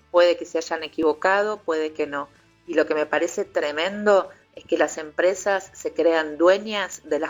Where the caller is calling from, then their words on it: Mendoza, Argentina; de Mendoza.